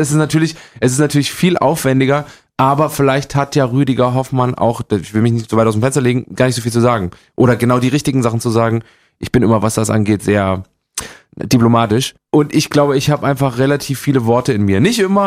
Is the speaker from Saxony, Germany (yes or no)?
no; Gera, Thuringia, Germany; Das Thüringer, zumindest das Thüringer, wo ich herkomme, aus Gera, die sind ganz weit oben, gell?